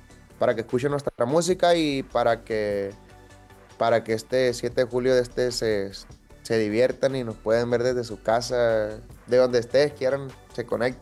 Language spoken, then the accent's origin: Spanish; Sinaloa, Mexico; un abrazo para todos mis paisanos de Sinaloa. Yo nací en Sinaloa